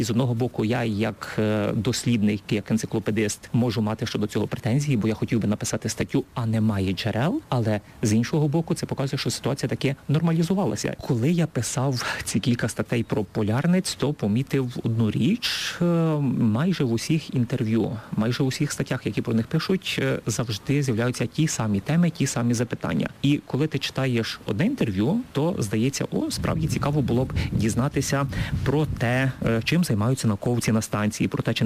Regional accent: Khmelnytskyi Oblast, Ukraine; сам я із Хмельниччини

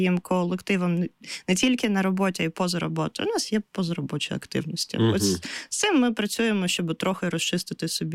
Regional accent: Kherson, Kherson Oblast, Ukraine; Я сама з Херсону

